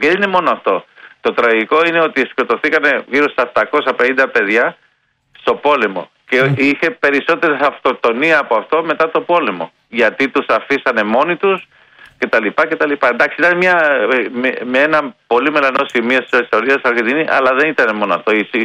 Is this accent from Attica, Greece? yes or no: yes; Athens, Attica, Greece; born there; Εγώ τουλάχιστον και που γεννήθηκα στην Αθήνα με τη Βραζιλία, εγώ αγαπάω πάρα πολύ στο Βραζιλιάνο